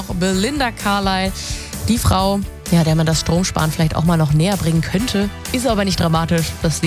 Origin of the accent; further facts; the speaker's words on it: Saxony, Germany; Und den sächsischen Tourismus als Sachse stärken, das ist immer eine gute Idee.